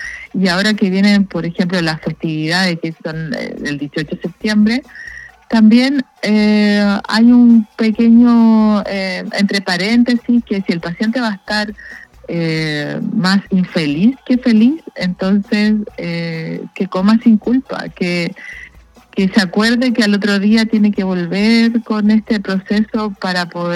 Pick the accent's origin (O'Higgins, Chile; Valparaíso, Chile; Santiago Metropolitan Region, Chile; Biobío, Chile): Valparaíso, Chile; yo soy oriunda de Valparaíso